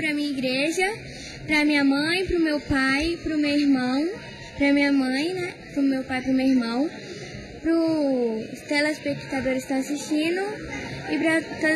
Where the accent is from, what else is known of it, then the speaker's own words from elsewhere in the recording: Brazil; Eu sou de Itaciba 3.